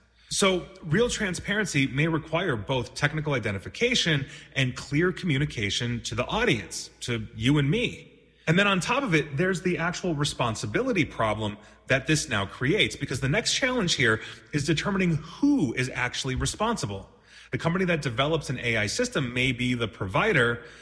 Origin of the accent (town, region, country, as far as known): Canada